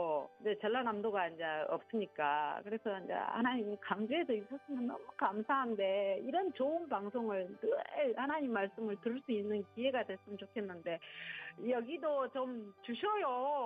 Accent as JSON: {"language": "Korean", "town": "Suncheon", "region": "South Jeolla", "country": "South Korea", "tie": "born or raised there", "moved": "yes", "said": "제가 순천 사람입니다."}